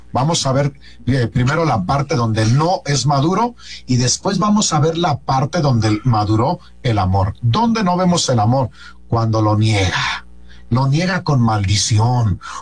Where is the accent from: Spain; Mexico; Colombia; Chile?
Mexico; Los mexicanos somos machos.